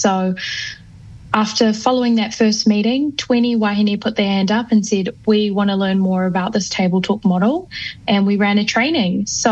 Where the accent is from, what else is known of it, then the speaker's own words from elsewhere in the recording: Auckland, New Zealand; Born and raised in West Auckland, so I'm a proud Westie. However, my whānau whakapapa to whakatāne, so Ngāti Awa e Ngāti Kupu a mai hapu. But yeah, born and raised in Auckland and love Tamaki Makaurau